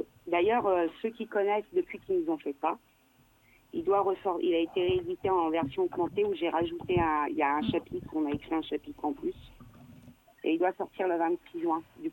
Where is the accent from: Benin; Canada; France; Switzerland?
France; important qu'on est français.